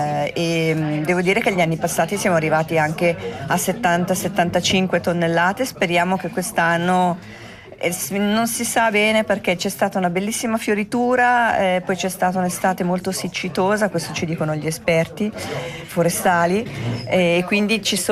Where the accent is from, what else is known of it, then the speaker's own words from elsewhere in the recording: Ticino, Switzerland; Anch'io sono di Sannio, quindi sono qua della zona